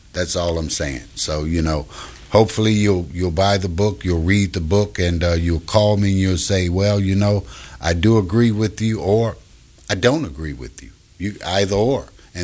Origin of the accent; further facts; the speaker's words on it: Chicago, Illinois, United States; And I grew up in Chicago, traveled about, came back to Chicago